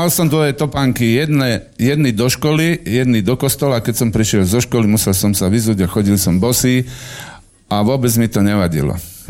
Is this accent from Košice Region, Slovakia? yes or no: no; Malé Topoľčianky, Nitra Region, Slovakia; born there; now in Banská Bystrica, Slovakia; Narodil som sa v malých Topolčiankách.